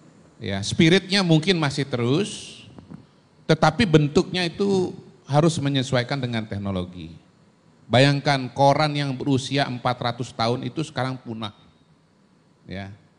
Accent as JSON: {"language": "Indonesian", "town": "Palangkaraya", "region": "Central Kalimantan", "country": "Indonesia", "tie": "born there", "moved": "yes", "said": "saya waktu SMP masih era saya di Palangkaraya"}